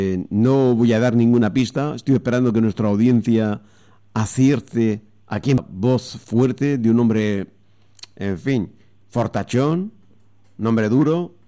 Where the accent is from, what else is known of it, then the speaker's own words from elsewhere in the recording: Alcantarilla, Region of Murcia, Spain; se sigue notando que soy de Alcantarilla.